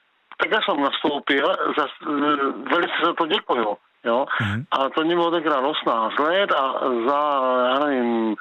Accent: Uherské Hradiště, Zlín Region, Czechia; já jsem z Uherského Hradiště.

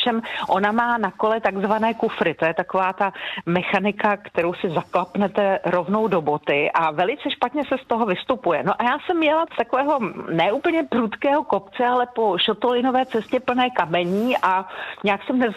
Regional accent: Hradec Králové, Hradec Králové Region, Czechia; born there

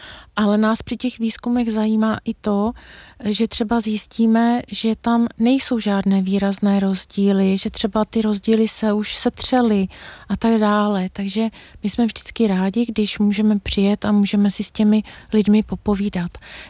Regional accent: Jindřichův Hradec, South Bohemian Region, Czechia; Já pocházím z Jindřichova Hradce a pro mě to slovo je, řekněme, mám ho ve své slovní zásobě.

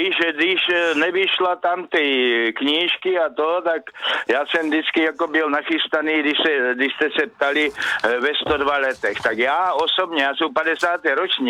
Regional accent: Machová, Zlín Region, Czechia; now in Tlumačov, Czech Republic; z Klumačova, rodák z Machové

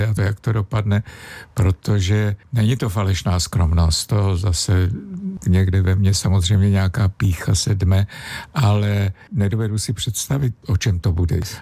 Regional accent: East Bohemia, Czechia; jsem hrdý Východočech.

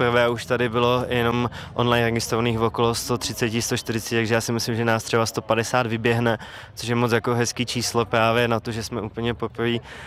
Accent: Plzeň, Plzeň Region, Czechia; My sami jsme vlastně z Plzně, takže jsme přijeli sem na Slezsko

